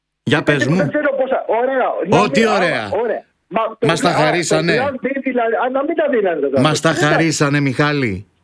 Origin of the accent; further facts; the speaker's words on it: Greece; είμαι και εγώ όμως Έλληνας πολίτης.